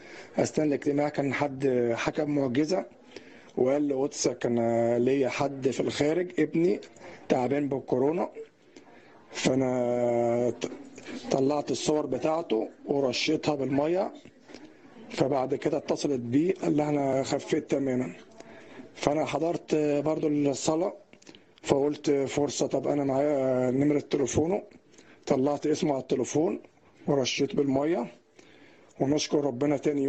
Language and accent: Arabic; Alexandria, Alexandria Governorate, Egypt; مساء الخير يا ابونا، انا ابنك من اسكندريه.